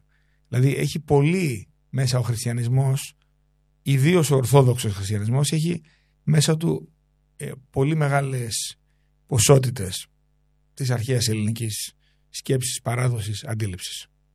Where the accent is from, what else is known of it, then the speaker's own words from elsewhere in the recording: Peloponnese, Greece; born there; στην πατρίδα μου τη Λακωνία